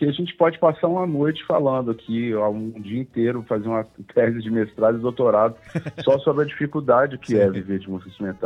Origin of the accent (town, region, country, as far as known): Brazil